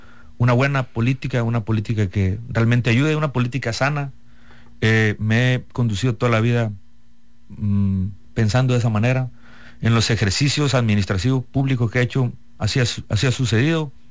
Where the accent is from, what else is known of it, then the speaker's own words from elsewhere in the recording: La Reforma, Sinaloa, Mexico; tengo 38 años, Víctor, soy originario del municipio, allí viví hasta mis 17 años, el municipio Angostura, expresamente del campo pesquero La Reforma, ahí crecí hasta los 17 años, terminé la prepa y me mudé a Culiacán a estudiar